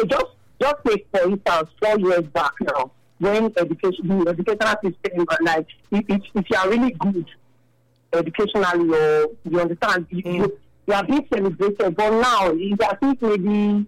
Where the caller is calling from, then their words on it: Benin; I'm calling from Benin.